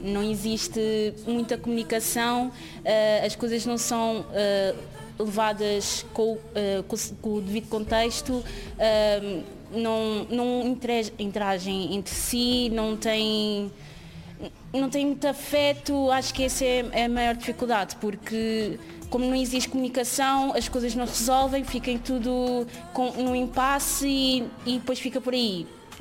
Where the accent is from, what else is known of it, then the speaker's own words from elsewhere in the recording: Lisbon, Portugal; eu nasci no bairro